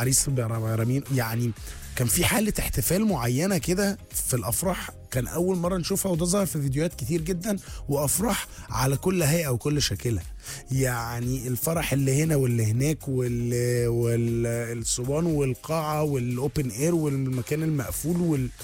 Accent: Egypt; معظم الأفراح بتتعمل عندنا في مصر بتبقى مثلا يوم جمعة بالليل

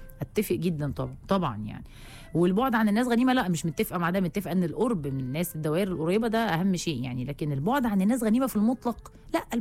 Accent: Alexandria, Alexandria Governorate, Egypt; من اسكندريه.

